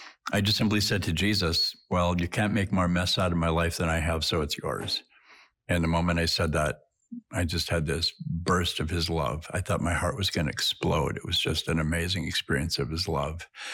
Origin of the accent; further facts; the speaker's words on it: Duluth, Minnesota, United States; the bishop of my hometown, the Bishop of Duluth.